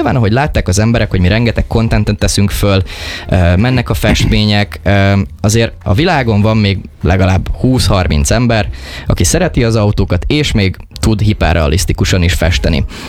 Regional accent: Hungary; magyarok vagyunk, és nem olaszok

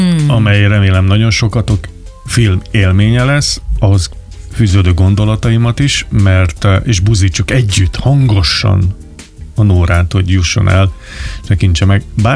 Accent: Hungary; büszkék lehetünk arra, hogy magyarok vagyunk.

